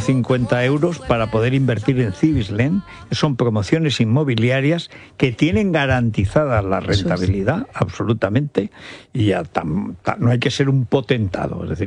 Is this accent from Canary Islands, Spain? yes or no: no; Aragon, Spain; moved away